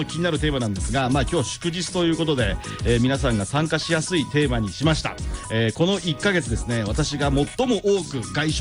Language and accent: Japanese; Sano, Tochigi, Japan; 私個人としてはあのやっぱラーメンの町栃木県佐野に生まれているので